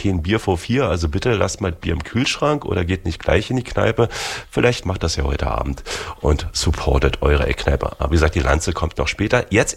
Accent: Berlin, Germany; Okay, ein paar von den Sachen würde ich jetzt als Berliner nicht so stehen lassen

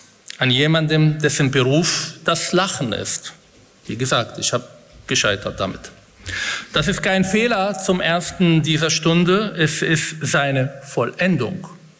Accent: Israel; now in Germany; als Israeli, als Betroffene, als jemand, der aus diesem Land stammt, als Palästinenser, als Moslem, als jemand, der in dieser Gesellschaft seine Heimat gefunden hat

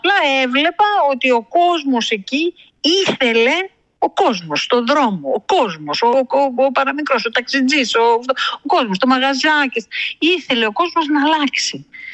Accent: Greece; now in Ireland; εγώ αισθάνθηκα ως Ελληνίδα εκτός Ελλάδας

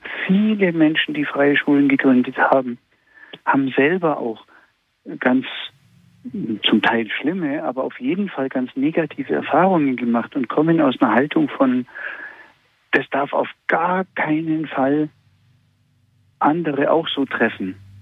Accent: Augsburg, Bavaria, Germany; also born or lived in Hamburg

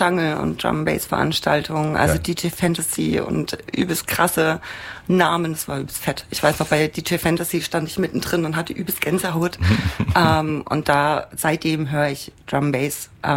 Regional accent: Mannheim, Baden-Württemberg, Germany; now in Leipzig, Germany; Ich muss auch dazu sagen, ich bin Wahlleipzigerin. Mhm. Ich bin aus dem Westen und bin in Mannheim im Connection groß geworden.

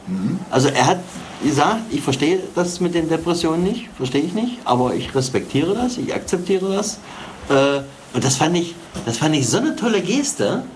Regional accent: East Germany, Germany; Nee, ich komme ja aus dem Osten, also da ist das noch ein bisschen anders.

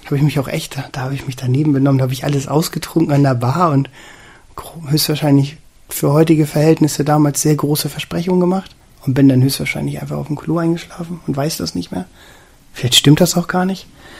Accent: Northern Germany, Germany; Ganz erbärmlich, wir sind aus Norddeutschland.

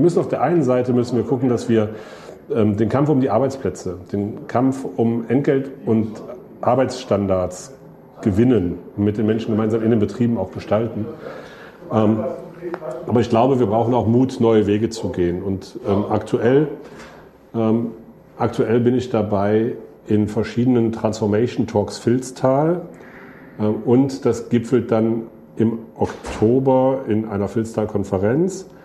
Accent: Krefeld, North Rhine-Westphalia, Germany; also ich komme aus Krefeld

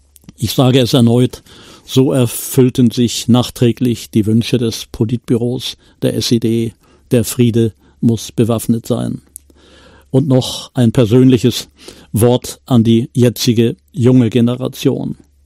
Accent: Wismar, Mecklenburg-Vorpommern, Germany; sowie die Windgeschwindigkeit der atomaren Wolke in Richtung meiner Heimatstadt Wismar

